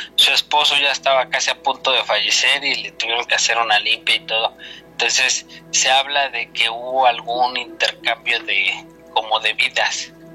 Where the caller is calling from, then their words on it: State of Mexico, Mexico; Desde el Estado de México.